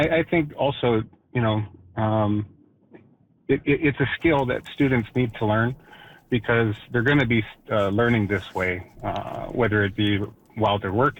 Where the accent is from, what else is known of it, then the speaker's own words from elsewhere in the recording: Sudbury, Ontario, Canada; born there; moved away; also born or lived in Japan / Nepal; I was born in Sudbury, and I moved away and was overseas for many years, and I just recently returned.